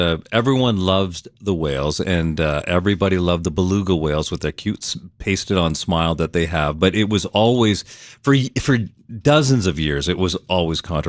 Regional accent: Toronto, Ontario, Canada; now in Chicago, United States; We're both from Toronto

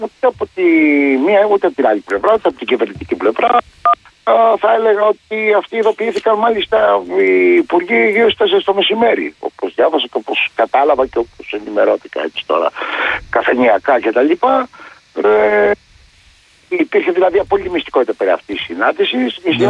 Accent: Athens, Attica, Greece; από την Αθήνα.

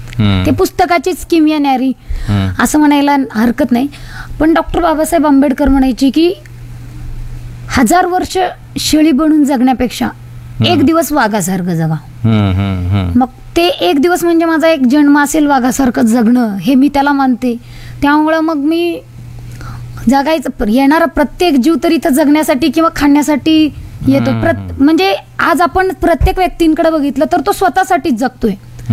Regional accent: Maharashtra, India; मी आवर्जून मी मराठवाड्याची हे वाक्य सांगत असते की मी मराठवाड्यातली आहे, उस्मानाबाद जिल्ह्यातली आहे, धाराशिव जिल्ह्यातील आहे.

